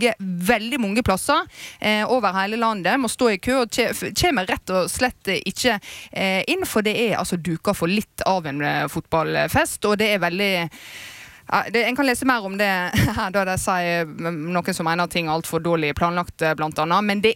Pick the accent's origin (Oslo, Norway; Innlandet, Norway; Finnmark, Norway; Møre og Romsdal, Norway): Møre og Romsdal, Norway; som jeg som sunnmøring